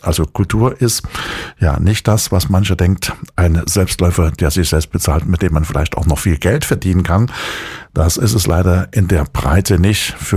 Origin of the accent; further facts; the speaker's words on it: Chemnitz, Saxony, Germany; Ich bin ja geborener Chemnitzer und meine Heimatstadt ist und bleibt Chemnitz immer noch.